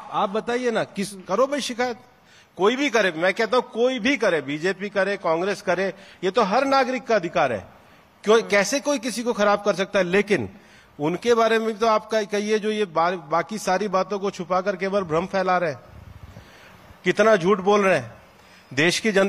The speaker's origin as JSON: {"language": "Hindi", "region": "Delhi area", "country": "India", "said": "मैं तो दिल्ली के आसपास का ही रहने वाला हूँ"}